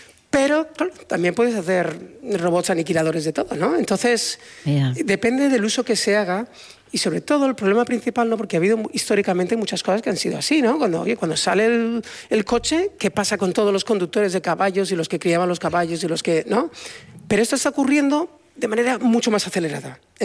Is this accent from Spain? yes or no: yes; Spain; now in United States; Hay un italiano, dos chinos, yo soy español, uno turco.